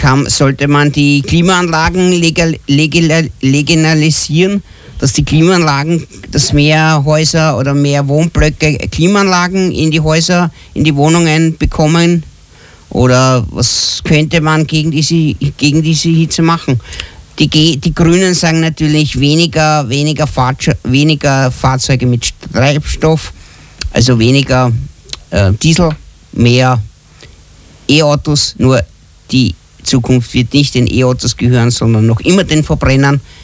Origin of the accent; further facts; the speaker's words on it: Korneuburg, Lower Austria, Austria; bei uns in Korneuburg war das so, wir haben 40 Grad gehabt